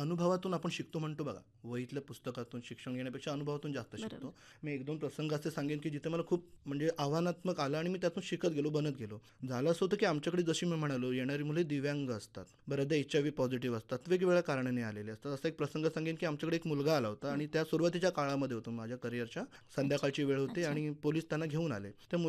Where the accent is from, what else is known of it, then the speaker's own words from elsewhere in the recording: Kajarghati, Maharashtra, India; माझं गाव जवळ आहे काजरघाटी, पण मला स्वतःला इथे निवासी राहावं लागलं.